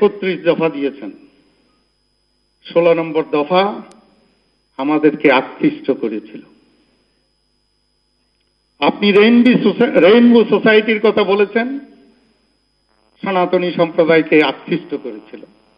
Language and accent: Bangla; Cox's Bazar district, Chittagong Division, Bangladesh; born there; আমি গর্ববোধ করি আমার বাড়ি ওনার জেলায়।